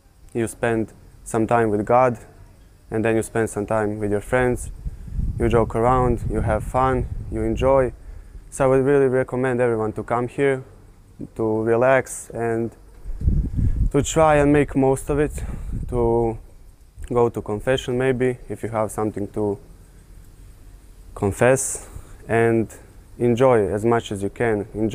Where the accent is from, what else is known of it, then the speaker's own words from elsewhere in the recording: Rijeka, Primorje-Gorski Kotar County, Croatia; English is a second language; I came from Rijeka, Croatia. I came here with my local church. This is my first time in Medjugorje.